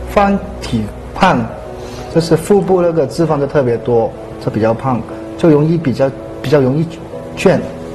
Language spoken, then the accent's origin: Chinese; China